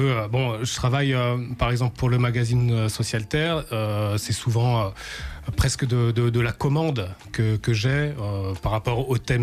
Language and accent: French; Saint-Étienne, Auvergne-Rhône-Alpes, France; moved away as an adult; now in Clermont-Ferrand, France; je suis pas Auvergnat. Je suis pas très loin. ouais. Je suis stéphanois.